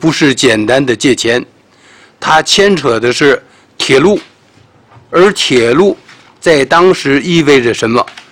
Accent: Tianjin, China; 所以我觉得这张债券特别适合我们天津人来讲，因为天津当时正是中国北方

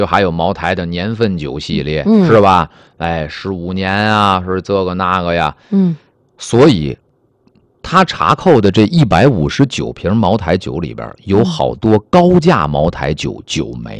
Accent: Shenyang, Liaoning, China; 我们老家辽宁沈阳

